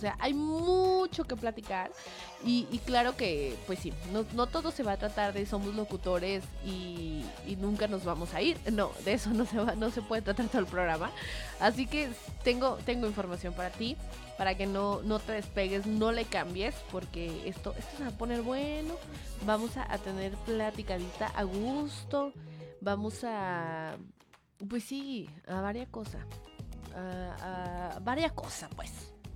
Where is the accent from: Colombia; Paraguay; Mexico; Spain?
Mexico; hay que festejar el mes patrio, hombre, que somos mexicanos.